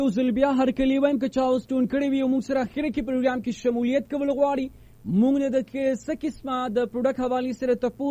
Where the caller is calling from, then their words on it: Tank, Khyber Pakhtunkhwa, Pakistan; hello نہیں, میں ٹانگ سے ہوں